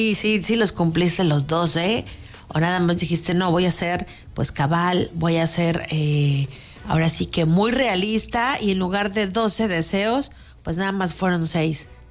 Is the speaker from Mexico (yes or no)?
yes; Mexico